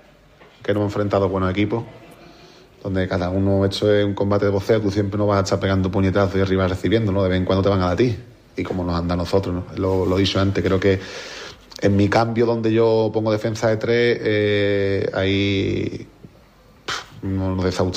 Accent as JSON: {"language": "Spanish", "town": "Jerez de la Frontera", "region": "Andalusia", "country": "Spain", "said": "me he sentido querido aquí en mi club, en mi tierra, y nada, me jode no haber podido, bueno, seguir a la eliminatoria e intentar ascender con el club de mi ciudad"}